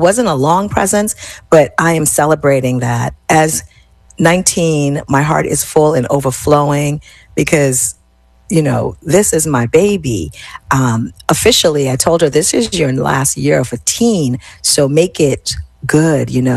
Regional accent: Jamaica; As a Jamaican

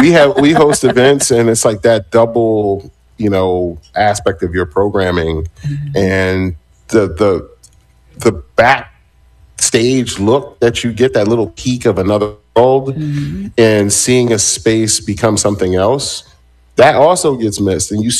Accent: Philadelphia, Pennsylvania, United States; I'm born and raised in Philadelphia, product of William Cullen Bryant Elementary School

